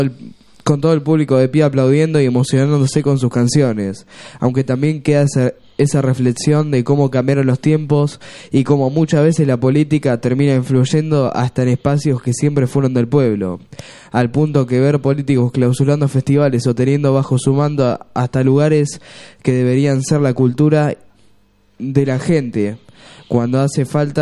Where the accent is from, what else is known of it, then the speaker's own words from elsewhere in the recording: Argentina; lo que nos pasa como argentinos